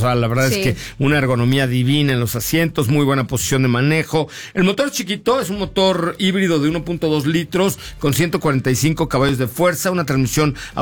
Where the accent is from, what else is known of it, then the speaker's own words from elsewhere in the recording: Mexico City, Mexico; born there; italiano sí porque nací en la colonia Roma y soy inglés porque nací en la clínica Londres.